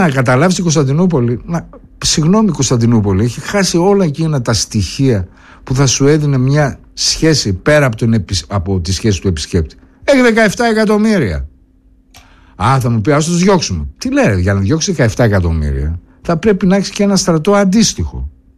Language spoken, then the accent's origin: Greek; Thessaloniki, Central Macedonia, Greece; accent: Attic dialect; Έτσι και να είμαι Θεσσαλονικιός που είχα Αττική διάλεκτο και μου λέγανε, πού είσαι από Θεσσαλονίκη? Αποκλείεται να είσαι Θεσσαλονίκη, δεν έχεις το λό, δεν το χαλαρώ.